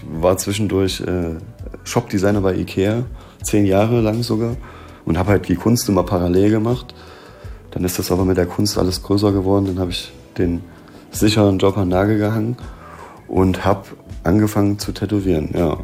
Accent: Greiz, Thuringia, Germany; ich bin im Osten groß geworden, bei uns in so einer kleinen Stadt. Ich komme aus Greiz.

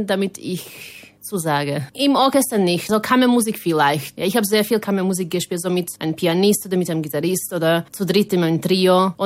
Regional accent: Slovakia; German is a second language; now in Vienna, Austria; das ist meine Nachname. Ich komme aus der Slowakei, habe ungarische Wurzeln und ich wohne und lebe seit einiger Zeit in Wien.

